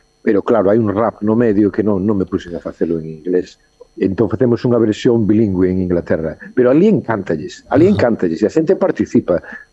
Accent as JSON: {"language": "Galician", "town": "Santiago de Compostela", "region": "Galicia", "country": "Spain", "said": "eu un dos membros son eu, que son galego de aquí de Santiago."}